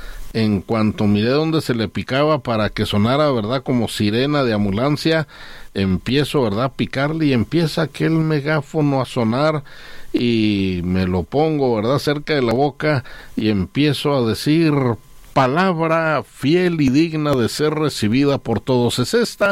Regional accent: Chihuahua, Mexico; No, le digo, yo vengo de Chihuahua.

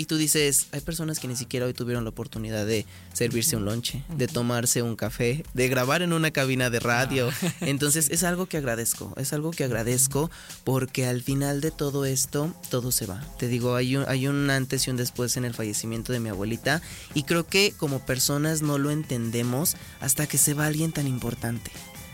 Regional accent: Aguascalientes, Mexico; el folclórico de mi tierra, aguascalentenses

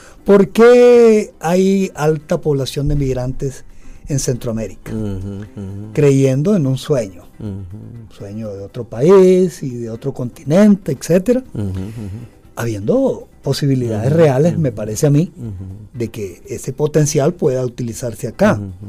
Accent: Venezuela; y hablo de Venezuela

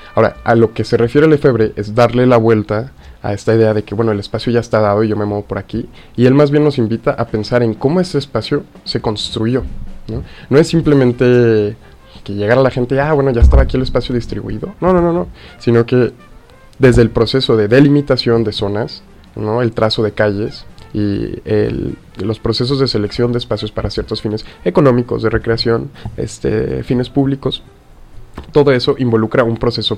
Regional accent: Chihuahua, Mexico; born there; yo, a diferencia de ustedes, yo nací aquí en Chihuahua

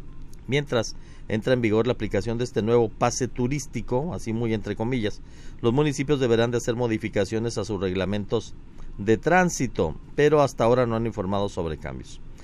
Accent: Mexico

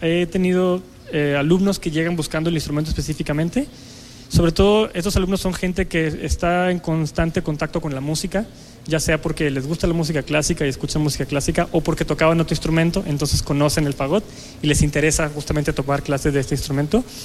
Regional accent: Celaya, Guanajuato, Mexico; Yo soy de Celaya, Guanajuato.

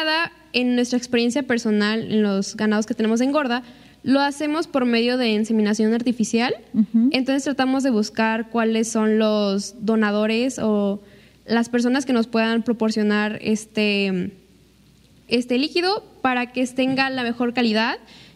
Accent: Las Vigas de Ramírez, Veracruz, Mexico; siempre que me preguntan de dónde eres, siempre digo que Las Vigas orgullosamente.

